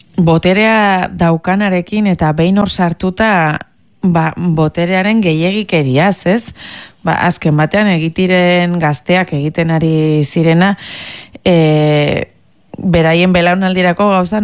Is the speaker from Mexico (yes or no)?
no; Hendaye, Nouvelle-Aquitaine, France; ni Hendaiarra naiz eta hurbilen daukadan udaltzengoa, ez?